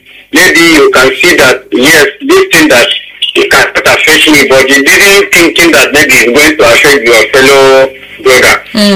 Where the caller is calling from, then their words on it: Bauchi, Nigeria; I'm calling from Bauchi.